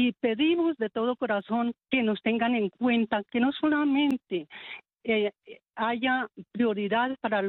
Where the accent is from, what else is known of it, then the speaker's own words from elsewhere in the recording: Chíquiza, Boyacá, Colombia; Soy aquí oriunda de Chiquiza, hija de Chiquiza